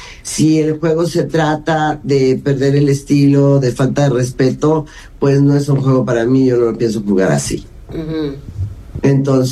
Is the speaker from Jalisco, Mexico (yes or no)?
no; Popotla, Mexico City, Mexico; also born or lived in Brazil; cuando llegamos de Brasil, que se murió mi papá, nos fuimos a vivir a una vecindad, a Clavería, que está al lado de Azcapotzalco, donde hice la preparatoria, crecí en Popotla